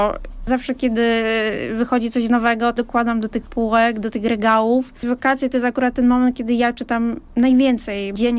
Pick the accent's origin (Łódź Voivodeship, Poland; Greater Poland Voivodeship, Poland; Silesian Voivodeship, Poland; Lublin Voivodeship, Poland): Greater Poland Voivodeship, Poland; Poznań; jako że jestem rodowitą poznanianką, to Jeżyce, Most Teatralny, te okolice, to są takie, które bardzo kojarzę z dzieciństwa